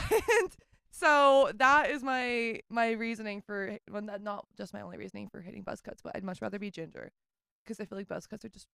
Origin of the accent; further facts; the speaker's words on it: San Diego, California, United States; moved away; hometown is just all of San Diego, so I can move from my original spot in San Diego to a better spot in San Diego.